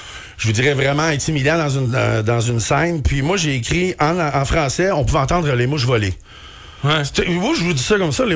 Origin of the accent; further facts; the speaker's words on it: Quebec, Canada; moi, en plus, moi, je suis un Québécois, hein